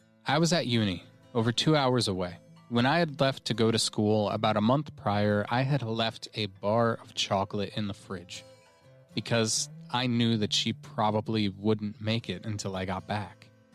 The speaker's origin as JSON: {"language": "English", "region": "Colorado", "country": "United States", "said": "you can probably tell that I'm not an Australian. I'm from the colorful centennial state in the US of A, Colorado."}